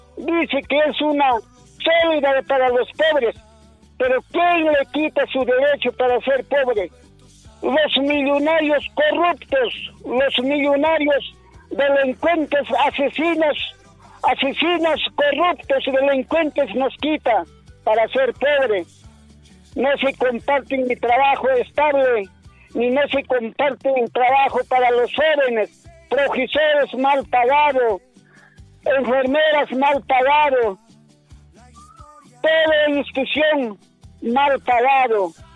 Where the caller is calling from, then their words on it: Peru; nosotros peruanos, somos servidores de los Estados Unidos.